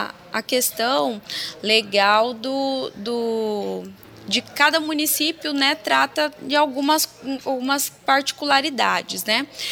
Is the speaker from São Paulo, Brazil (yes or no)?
no; Mato Grosso, Brazil; enquanto mato-grossense